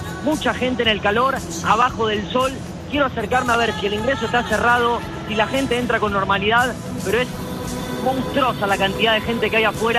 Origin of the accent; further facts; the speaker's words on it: Argentina; Ah, bien, soy argentina.